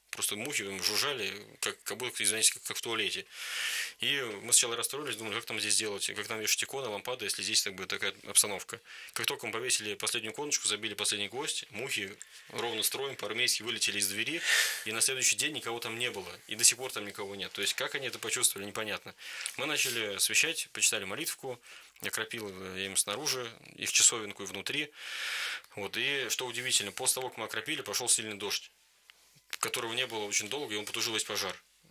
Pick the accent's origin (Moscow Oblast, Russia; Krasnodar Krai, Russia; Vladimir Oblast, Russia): Vladimir Oblast, Russia; Kirzhach; даже вот в нашем Ногинске или в Киржаче, откуда я родом